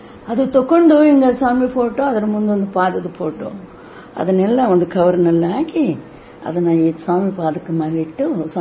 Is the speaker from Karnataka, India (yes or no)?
no; Andhra Pradesh, India; born there; Kannada is a second language; ನಾನು ಆಂಧ್ರದಲ್ಲಿ ಹುಟ್ಟಿರಕ್ಕೆ ನನಗೆ ಕನ್ನಡ ಬರ್ತಿತ್ತಿಲ್ಲ, ನಮ್ಮ ಹಿರುಗಳೆಲ್ಲ ನನ್ನ ಕನ್ನಡ ಹಿಂದಿನೇ ಮಾತಾಡ್ತಿದ್ರು.